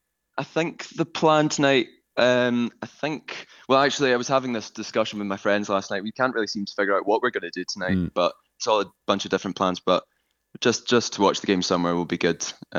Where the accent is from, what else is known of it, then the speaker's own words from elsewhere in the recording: Bosnia & Herzegovina; So my connection is that I am half Scottish, half Bosnian. My dad's from there. I grew up for a bit of my life in Bosnia as well.